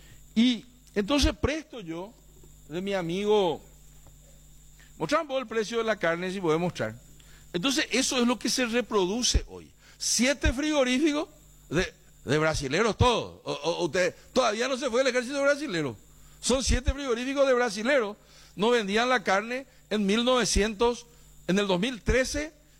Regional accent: Paraguay; Pero yo tengo los tíos todos rubios. Entonces, esos somos los paraguayos. Somos hijos de nuestros, de los que nos hicieron víctimas.

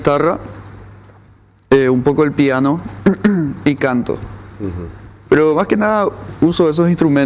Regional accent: Paraguay; now in Ireland; yo soy de Paraguay.

